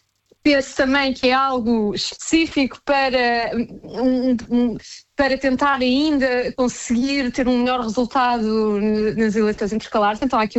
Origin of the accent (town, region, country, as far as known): Portugal